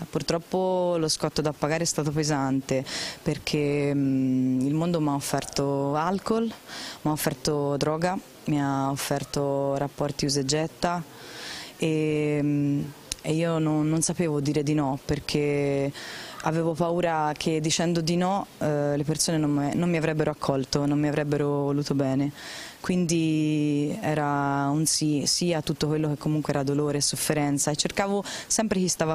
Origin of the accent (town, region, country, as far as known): Tuscany, Italy